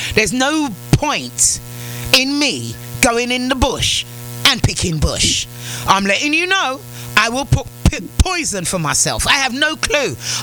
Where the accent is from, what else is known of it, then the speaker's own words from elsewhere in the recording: United Kingdom; now in Antigua; I'm a British girl, right?